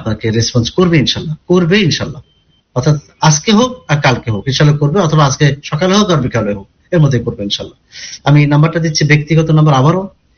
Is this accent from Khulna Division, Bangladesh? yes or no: yes; Kushtia, Khulna Division, Bangladesh; আমার বাড়ি যেমন কুষ্টিয়া